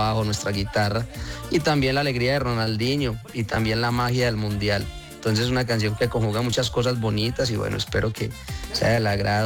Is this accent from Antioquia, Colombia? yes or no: yes; Santa Marta, Antioquia, Colombia; yo soy de Santa Marta, Antioquia, bien campesino, bien arremangado.